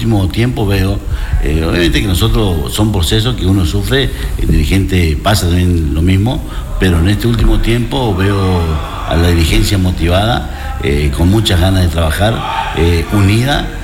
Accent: Santa Silvina, Chaco, Argentina; Yo soy de Santa Silvina y me acuerdo cuando yo era, tenía 13, 14 años

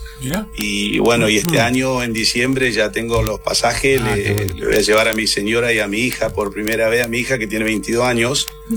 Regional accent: Saladas, Corrientes, Argentina; now in United States; Yo soy oriundo de Saladas.

